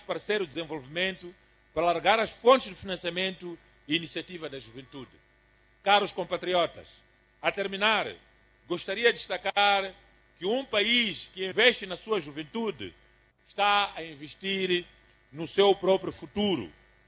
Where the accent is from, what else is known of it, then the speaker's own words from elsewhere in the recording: Mozambique; todos nós somos moçambicanos e irmãos moçambicanos.